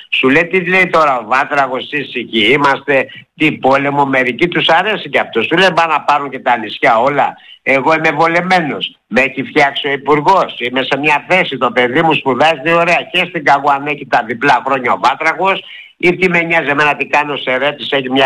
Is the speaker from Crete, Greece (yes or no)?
no; Ermoupoli, South Aegean, Greece; κατάγομαι από την Ερμούπολη της Σύρου, που είναι η πρωτεύουσα των Κυκλάδων